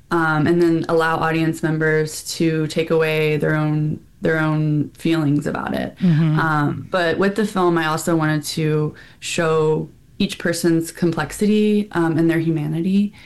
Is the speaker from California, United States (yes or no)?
no; Memphis, Tennessee, United States; I'm from Memphis.